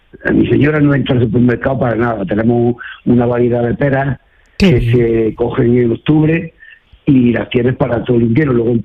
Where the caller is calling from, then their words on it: Castillo de Locubín, Andalusia, Spain; yo estoy en un pueblo de la provincia de Jaén, Castillo de Lucubín.